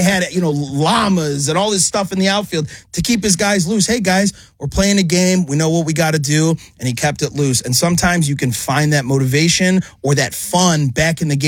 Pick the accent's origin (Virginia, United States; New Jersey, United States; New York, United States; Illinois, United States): Illinois, United States; Chicago; moved away as an adult; now in Philadelphia, United States; I'm from Chicago.